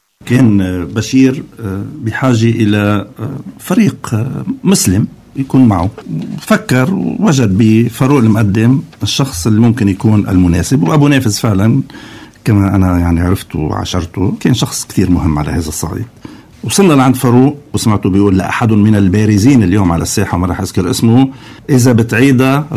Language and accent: Arabic; Kfarchakhna, North Governorate, Lebanon; رحت على ضيعتي كفرشخنا بالشمال